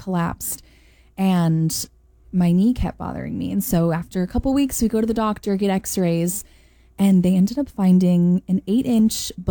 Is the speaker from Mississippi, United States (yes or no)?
no; St. Louis, Missouri, United States; I grew up in St. Louis, Missouri.